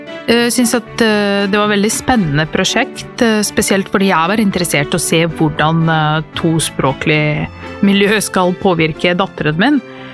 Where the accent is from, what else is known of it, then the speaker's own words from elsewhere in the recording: Serbia; first language Serbian; Norwegian is a second language; moved away as an adult; now in Norway; Jeg kom til Norge fra Serbia I 2004. Kom som utvekslingsstudent. Å komme til Norge var veldig annerledes fra der hvor jeg kommer fra.